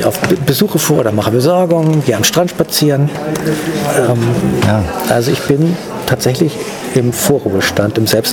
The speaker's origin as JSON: {"language": "German", "region": "Northern Germany", "country": "Germany", "tie": "born or raised there", "said": "bei uns in Norddeutschland sagen jetzt alle Moin zur Begrüßung."}